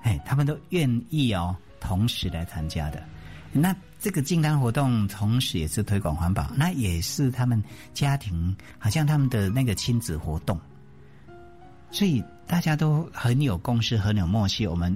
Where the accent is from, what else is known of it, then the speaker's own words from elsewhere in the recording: Chiayi, Taiwan; now in Taipei, Taiwan; 因为啊、像我从南部嘉义啊来到台北已经40几年了